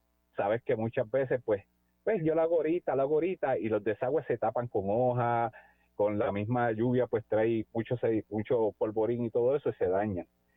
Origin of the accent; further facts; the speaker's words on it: Puerto Rico; como típico puertorriqueño que somos